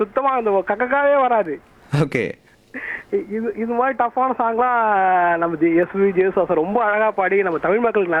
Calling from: Chennai, Tamil Nadu, India; Chennai RK நகர்ல இருந்து.

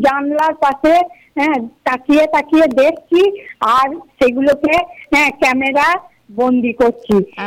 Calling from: West Bengal, India; বাড়ির বীরভূম থেকে

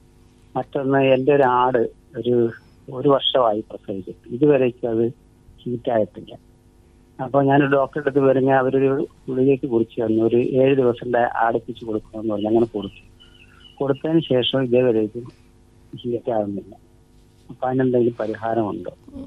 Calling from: Oachira, Kerala, India; ഞാൻ കൊല്ലം ജില്ലയിൽ ഓച്ചറയിൽ നിന്നാണ് വിളിക്കുന്നത്.

